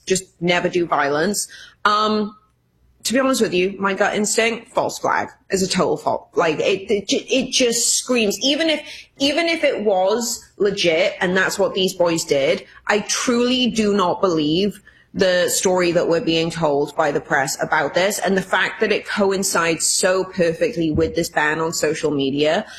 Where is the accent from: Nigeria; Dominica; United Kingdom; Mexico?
United Kingdom; now in North Carolina, United States; as a British person